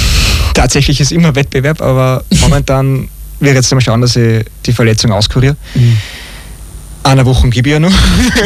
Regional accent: Asperhofen, Lower Austria, Austria; danach geht es weiter mit dem Lauf in meiner Heimatgemeinde in Asperhofen, der auf dem Buchberg.

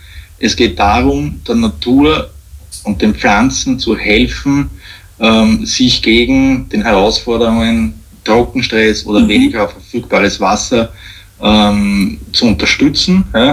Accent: Austria; Nein, wir kommen ja aus Österreich und wir sind in Österreich.

